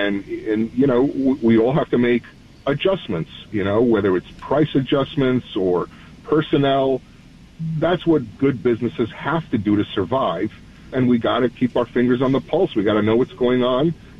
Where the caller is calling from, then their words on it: New York, United States; John, I'm a New Yorker like you